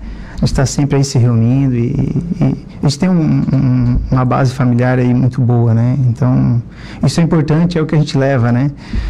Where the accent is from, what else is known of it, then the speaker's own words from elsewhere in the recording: Araranguá, Santa Catarina, Brazil; eu sou nascido aqui, nascido e criado em Araranguá, no bairro Mato Alto